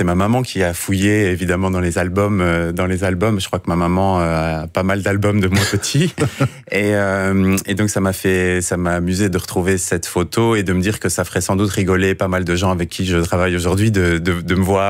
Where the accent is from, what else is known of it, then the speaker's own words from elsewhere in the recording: Tournai, Wallonia, Belgium; born there; je suis né à Tournai.